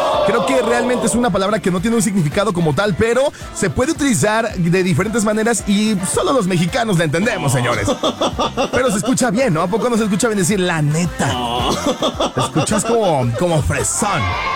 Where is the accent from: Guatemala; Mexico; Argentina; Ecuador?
Mexico; Yo soy mexicano y ni yo te entendí. Pero está bonito, se escucha bien, se escucha bastante cómica esta manera de platicar que tenemos nosotros los mexicanos.